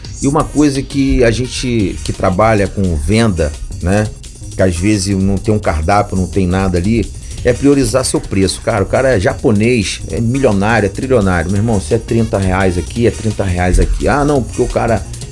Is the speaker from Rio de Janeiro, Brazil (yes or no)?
yes; Rio de Janeiro, Brazil; a gente é carioca, mas a gente é honesto também